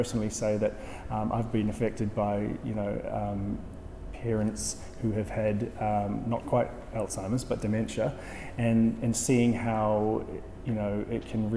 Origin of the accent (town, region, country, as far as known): Philippines